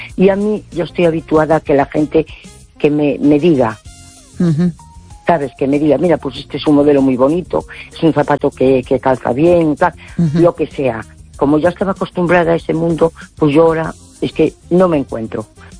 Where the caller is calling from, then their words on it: A Coruña, Galicia, Spain; de Coruña.